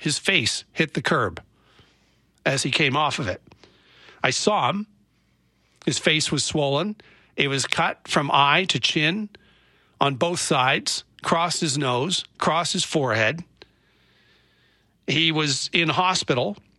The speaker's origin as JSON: {"language": "English", "region": "Nova Scotia", "country": "Canada", "tie": "born or raised there", "said": "It looks like a motorized dirt bike that I grew up on in Nova Scotia, but more narrow, less bulky."}